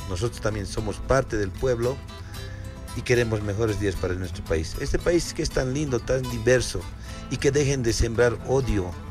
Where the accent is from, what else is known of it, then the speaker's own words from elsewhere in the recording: Bolivia; Todos somos bolivianos, y que viva Bolivia.